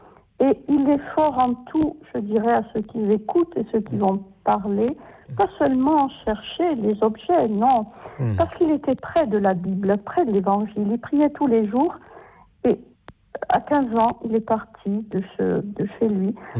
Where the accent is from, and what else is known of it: Corsica, France